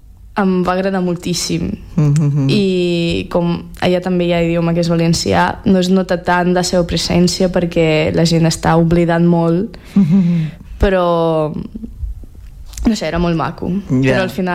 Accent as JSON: {"language": "Catalan", "country": "Russia", "second_language": "Catalan", "moved": "yes", "lives_now": "Catalonia, Spain", "said": "l'altra sóc jo de Rússia"}